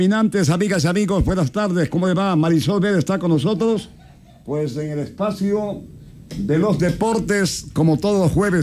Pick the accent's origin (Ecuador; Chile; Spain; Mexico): Ecuador; seguimos siendo ecuatorianos y buenos ecuatorianos